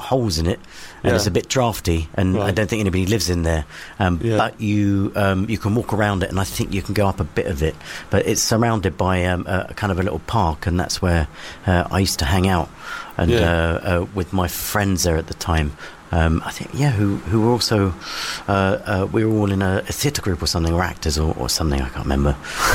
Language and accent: English; Chatham, South East England, United Kingdom; Grew up in Chatham, which is in Kent.